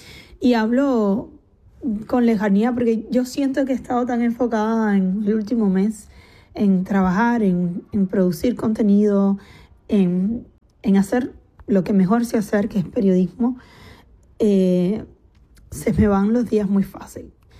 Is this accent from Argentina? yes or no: no; Cuba; soy una periodista cubana